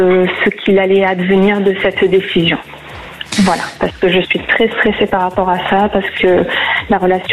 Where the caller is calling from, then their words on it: Uzès, Occitanie, France; Alors, j'appelle Duzès, dans le Gard.